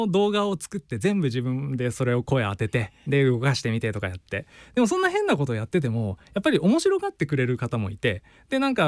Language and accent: Japanese; Hokkaido, Japan; born there; accent: Hokkaido dialect; moved away; 日本に戻ってきて、で北海道に、あの大半はもう北海道で過ごして、で青春時代はもう北海道で過ごしたので、もう8割方どさんこと言っても過言ではないという感じですかね。